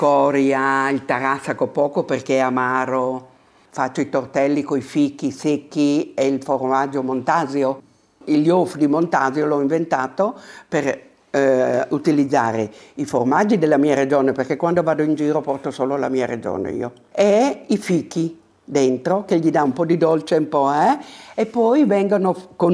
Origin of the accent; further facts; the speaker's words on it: Friuli-Venezia Giulia, Italy; Io vengo dalla Carnia, dove ci sono delle tradizioni, i chiassons, è conosciuto dappertutto, però ognuno faceva i suoi.